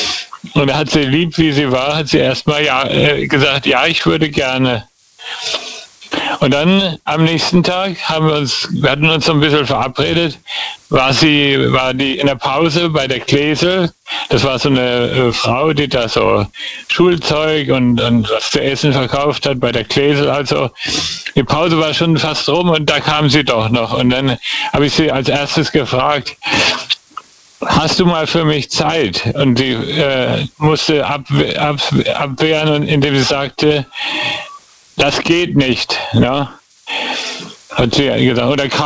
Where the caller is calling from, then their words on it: Heidelberg, Baden-Württemberg, Germany; Ich lebe in Heidelberg-Hanschelsheim.